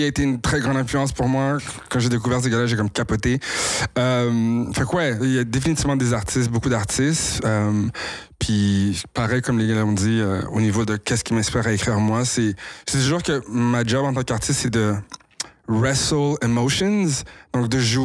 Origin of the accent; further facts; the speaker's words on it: Ontario, Canada; nos cultures, nos origines, comme on l'a dit sur scène, on vient de l'Ontario, mais on a les Caraïbes dans le sang